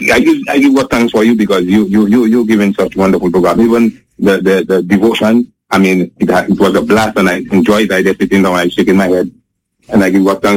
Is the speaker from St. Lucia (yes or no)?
yes; St. Lucia; now in Antigua and Barbuda; I'm calling from Antigua. I'm a Lucian, I'm an Adventist.